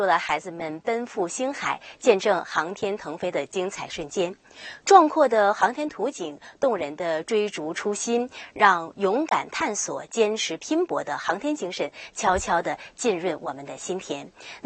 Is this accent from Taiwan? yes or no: no; China